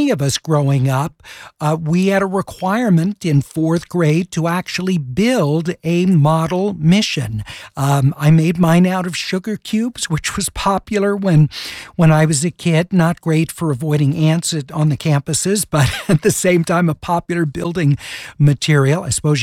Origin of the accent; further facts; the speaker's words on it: California, United States; growing up in California public schools